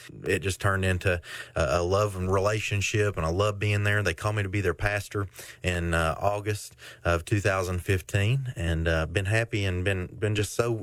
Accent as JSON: {"language": "English", "region": "Tennessee", "country": "United States", "tie": "born or raised there", "said": "I grew up right there in the McPheeters Bend community. I've always been a part of Baptist churches"}